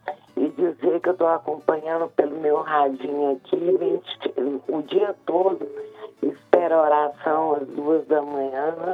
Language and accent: Portuguese; Araxá, Minas Gerais, Brazil; also born or lived in Brasília; Eu sou de Araxá, pastor.